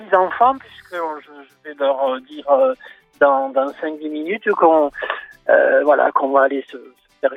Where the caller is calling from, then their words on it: Mazères, Occitanie, France; Je vous appelle de Mazères.